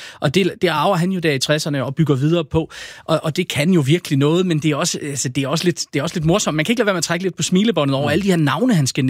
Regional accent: Aarhus, Central Denmark Region, Denmark; jeg er aarhusianer

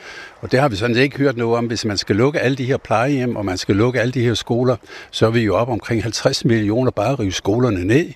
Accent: Holeby, Zealand, Denmark; Jamen det er jo klart, altså nu kommer jeg fra Holeby, der er vi lige i gang med at lukke en skole og en halv.

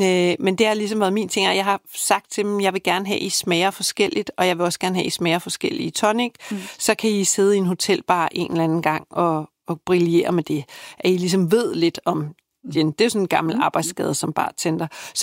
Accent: Haslev, Zealand, Denmark; moved away; at komme fra Haslev og Køgeområdet

